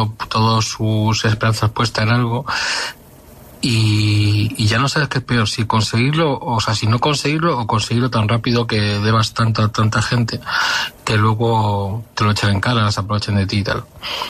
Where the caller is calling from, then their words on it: Madrid, Community of Madrid, Spain; de Madrid.